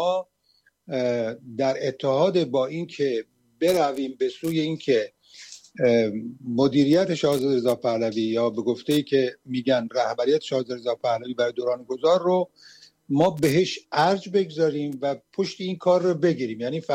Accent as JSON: {"language": "Persian", "country": "Iran", "said": "ما یک ملت هستیم از زمان انقلاب مشروطه ایران"}